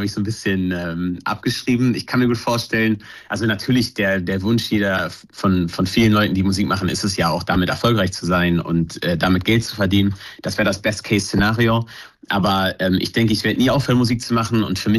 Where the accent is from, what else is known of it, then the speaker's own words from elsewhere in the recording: Hameln, Lower Saxony, Germany; weil ich komme ja aus Hameln